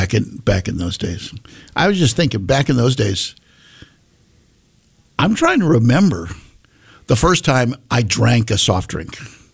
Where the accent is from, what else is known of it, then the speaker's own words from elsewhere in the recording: New England, United States; also born or lived in Connecticut / Maryland; now in Virginia, United States; See, I grew up in New England, so we never, nobody ever heard of sweet tea.